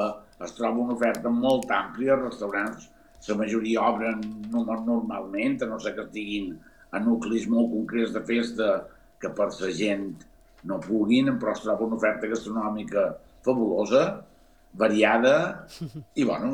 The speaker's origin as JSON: {"language": "Catalan", "town": "Ciutadella", "region": "Balearic Islands", "country": "Spain", "said": "som de Ciutadella, he hagut un poc de la festa"}